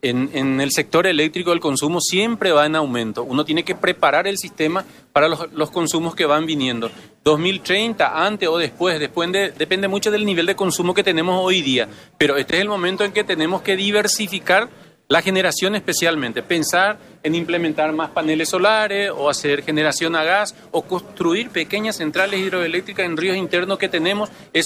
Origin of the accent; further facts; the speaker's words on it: Paraguay; a nosotros como paraguayos nos interesa.